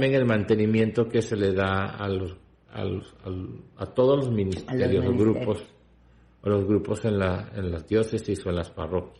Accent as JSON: {"language": "Spanish", "country": "Puerto Rico", "tie": "born or raised there", "moved": "yes", "said": "En mi parroquia allá en Puerto Rico."}